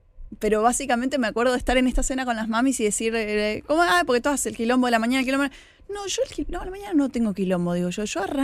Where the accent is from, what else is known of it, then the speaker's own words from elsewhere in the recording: Oberá, Misiones, Argentina; yo vengo de Oberá